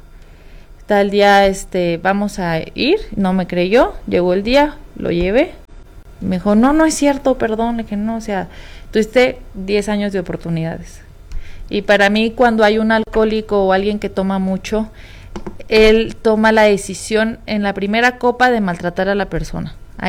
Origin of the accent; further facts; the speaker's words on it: Zinapécuaro, Michoacán, Mexico; Sinapecuaro, Michoacán.